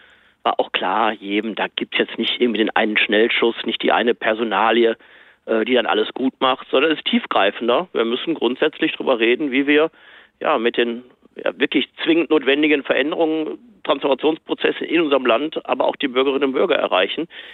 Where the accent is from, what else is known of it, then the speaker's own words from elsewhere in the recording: North Rhine-Westphalia, Germany; Ich komme aus dem Ruhrgebiet.